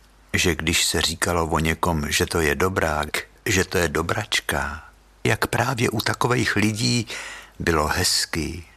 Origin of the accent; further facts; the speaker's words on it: Central Bohemian Region, Czechia; U nás na Rakovnicku se říkalo táč.